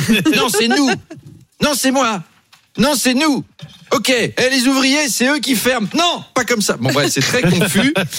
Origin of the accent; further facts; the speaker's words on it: France; Apolline et moi, nous sommes français.